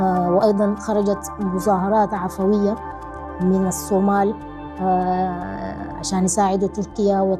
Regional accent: Sudan; now in Turkey; أنا من السودان

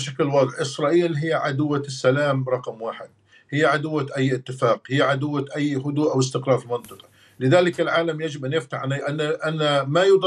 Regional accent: Palestine; ونحن كفلسطينيين وكقوى مقاومة

